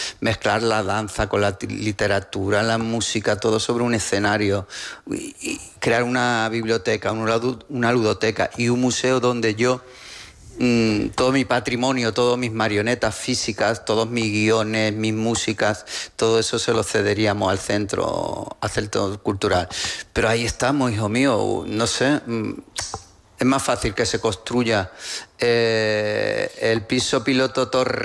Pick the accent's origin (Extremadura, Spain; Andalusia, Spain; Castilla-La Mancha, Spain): Andalusia, Spain; no somos catalanes, que no hubiera estado mal, pero no, somos andaluces.